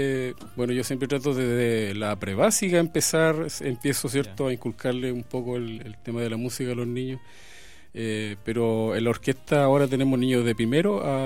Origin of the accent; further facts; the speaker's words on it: Chile; somos chilenos, ¿me entiendes? Entonces hay que resaltar nuestras raíces y sobre todo nuestra etnia mapuche, que nos representa, sobre todo a mí, que yo tengo familiares, ¿cierto? Tíos, abuelos